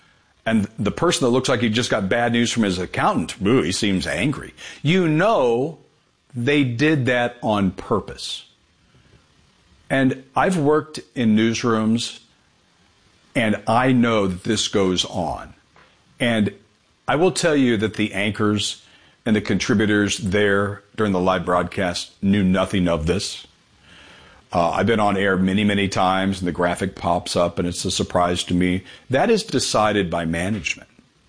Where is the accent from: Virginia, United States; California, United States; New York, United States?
California, United States; Los Angeles; This is the … Show on Newsweek and the Salem News Channel. … from Los Angeles.